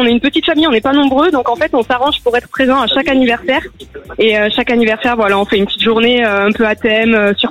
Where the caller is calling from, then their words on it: Fleury, Occitanie, France; j'habite à Fleury dans l'Aude